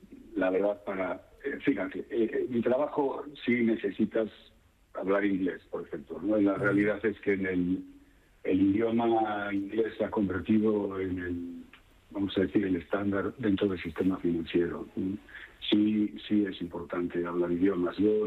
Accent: Galicia, Spain; Yo soy gallego 100%, ¿sabes?

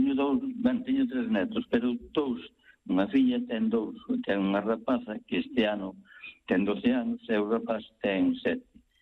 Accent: Galicia, Spain; Entón, estou aquí enchantada, cando eu son da Oza de Sures

